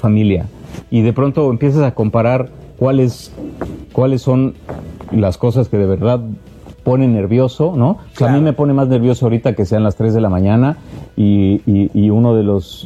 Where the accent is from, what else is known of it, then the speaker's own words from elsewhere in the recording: Mexico; Pues porque somos mexicanos.